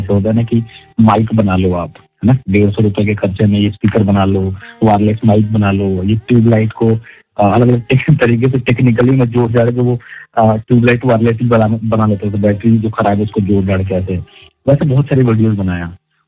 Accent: Bihar, India; now in Faridabad, India; तो पहली बार मैं बिहार से यहाँ आया दिल्ली, दिल्ली में कहा फरीदाबाद।

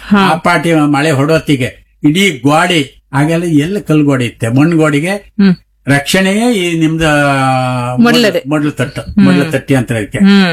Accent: Karnataka, India

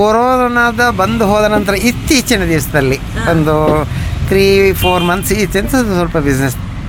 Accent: Chikkamagaluru, Karnataka, India; now in Shivamogga, India; ಹುಟ್ಟಿದ್ದು ಚಿಕ್ಕಮಗಳೂರು, ಓದಿದ್ದು ಚಿಕ್ಕಮಗಳೂರು, ಬೆಳೆದಿದ್ದು ಚಿಕ್ಕಮಗಳೂರು, ಬಿಸ್ನೆಸ್ಗೆ ಬಂದಿದ್ದು ಶಿವಮೊಗ್ಗ.

